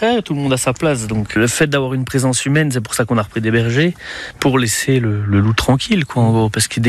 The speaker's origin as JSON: {"language": "French", "town": "Mantoche", "region": "Bourgogne-Franche-Comté", "country": "France", "tie": "born or raised there", "also_born_or_lived": "Besançon", "moved": "as an adult", "lives_now": "Longeville-Mont-d'Or, France", "said": "Besançon. Côté de Besançon, après, je suis originaire de Haute-Saône, moi, donc je suis vraiment du cru de la Franche-Comté, moi. Côté de Grès, enfin, les petits coins Mantoche."}